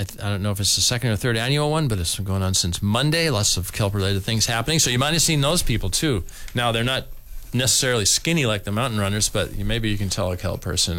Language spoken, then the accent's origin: English; Illinois, United States; There's a couple bars in my around my hometown that have built little wiffle ball fields out in the back.